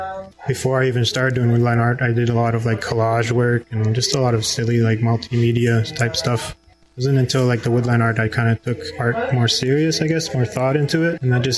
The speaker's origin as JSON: {"language": "English", "town": "Thunder Bay", "region": "Ontario", "country": "Canada", "tie": "born or raised there", "also_born_or_lived": "Saskatchewan Lake, Ontario / Eagle Lake", "said": "I'm from Saskatchewan Lake, Ontario. I grew up in Thunder Bay."}